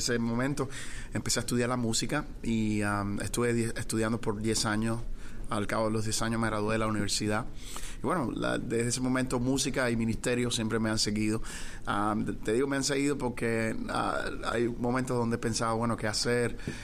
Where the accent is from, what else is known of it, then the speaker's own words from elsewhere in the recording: Cuba; soy de Cuba y nací en un hogar cristiano, un hogar pastoral.